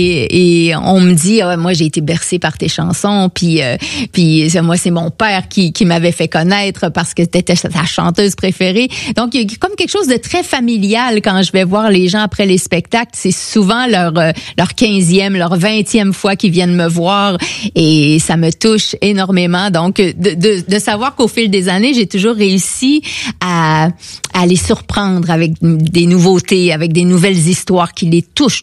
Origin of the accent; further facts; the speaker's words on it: Quebec, Canada; comme on dit chez nous au Québec.